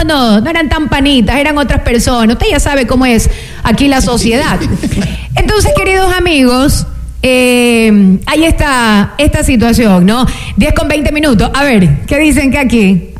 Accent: La Libertad, Santa Elena, Ecuador; al menos yo tengo mis 37 años que voy a cumplir, los he tenido aquí en el Cantón La Libertad, sí, vivo aquí, soy oriunda de aquí

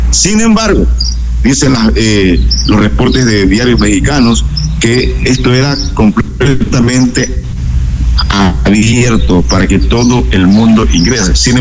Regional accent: Ecuador; Nosotros, como ecuatorianos, somos la tricolor

